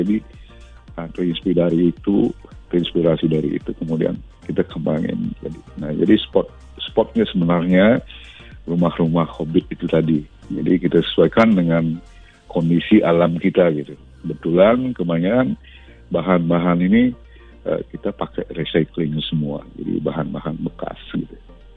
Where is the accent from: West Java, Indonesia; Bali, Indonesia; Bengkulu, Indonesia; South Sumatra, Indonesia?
Bali, Indonesia; Banjar, Buleleng; desa kami, tepatnya di Desa Pedawa, Kecamatan Banjar, Kabupaten Buleleng